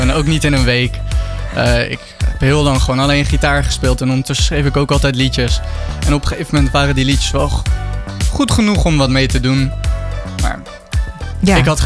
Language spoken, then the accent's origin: Dutch; The Hague, South Holland, Netherlands; Ja, ja. Maar we komen allebei uit Den Haag.